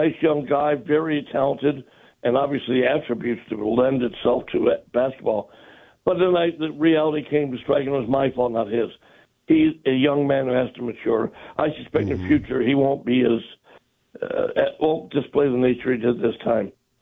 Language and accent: English; Detroit, Michigan, United States; Really, I grew up in Detroit playing hockey.